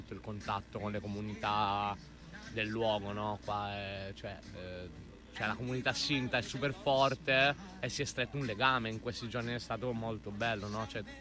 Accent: Catania, Sicily, Italy; Io sono catanese, andavamo con i miei amici, facevamo tipo tutti insieme una macchina

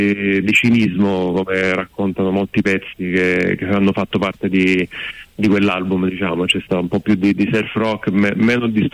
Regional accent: Sicily, Italy; moved away as an adult; now in Rome, Italy; io in realtà sono l'unico fuori sede del gruppo perché sono siciliano

